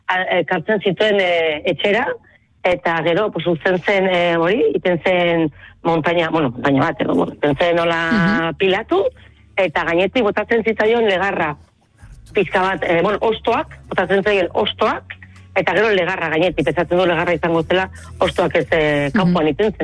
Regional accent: Elizondo, Navarre, Spain; born there

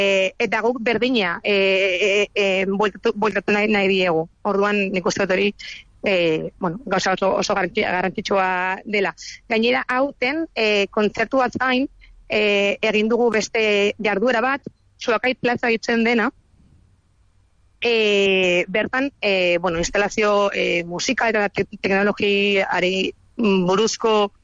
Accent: Navarre, Spain; azkenean Nafarroakoak gara, eta proiektua gure, bueno, gure zonaldean edo amaitzea polita

